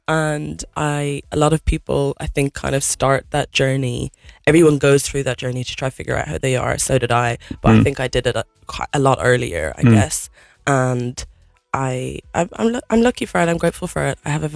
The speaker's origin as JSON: {"language": "English", "town": "Wicklow", "region": "Leinster", "country": "Ireland", "tie": "born or raised there", "said": "I grew up in a seaside town called Wicklow, which is very small. There was no people of color. So I always just grew up not really looking like where I was from."}